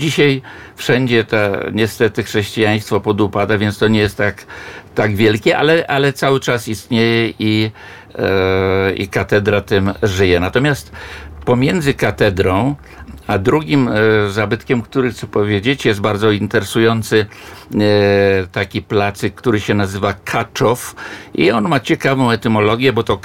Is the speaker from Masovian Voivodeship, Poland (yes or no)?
yes; Warsaw, Masovian Voivodeship, Poland; moved away as an adult; ja jestem warszawiakiem, który tu w Warszawie przeżył 64 lata.